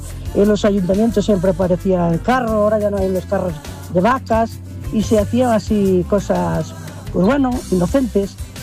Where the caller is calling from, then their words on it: Rianxo, Galicia, Spain; allí en mi tierra, en Galicia. Yo soy de un pueblo que se llama Rianxo, donde cantan la famosa canción